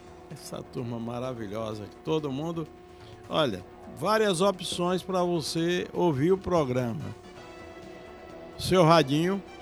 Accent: Brazil; Eu sou do Rio Fundo

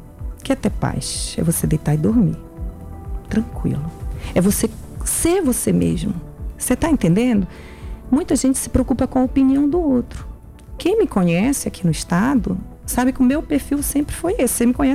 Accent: Laranjal do Jari, Amapá, Brazil; also born or lived in Macapá; eu fui criada assim, Laranjal do Jari.

